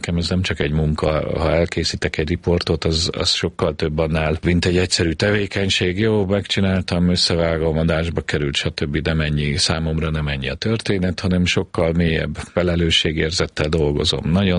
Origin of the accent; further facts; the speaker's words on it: Budapest, Hungary; Én Budapesten születtem, igazából Zuglóban nevelkedtem fel egy lakótelepen, úgynevezett panelházban, átlagosnak nevezhető magyar családban